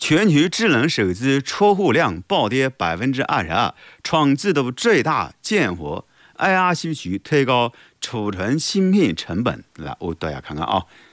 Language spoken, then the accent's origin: Chinese; Guanyun, Jiangsu, China; accent: Lianyungang dialect; 我来自连云港，我是连云港广播电视台主持人。这个 I'm from 广永。Welcome to my hometown, Time 广永。我来自广永，欢迎到我的家乡广永住客。